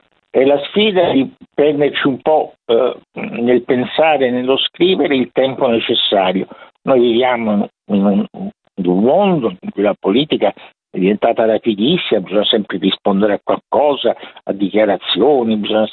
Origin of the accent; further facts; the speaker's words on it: Rome, Lazio, Italy; io sono un romano